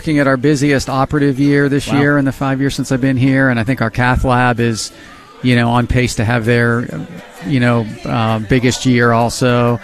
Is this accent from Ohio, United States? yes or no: yes; Steubenville, Ohio, United States; moved away as an adult; also born or lived in Weirton; I grew up in Steubenville, you know, Weirton. My mother's family's from Wheeling, and so left after high school for, you know, education and training, and then came back 5 years ago